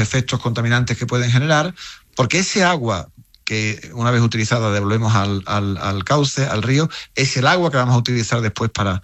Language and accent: Spanish; Spain; yo creo que a veces no somos conscientes los españoles del agua que nos sale por el grifo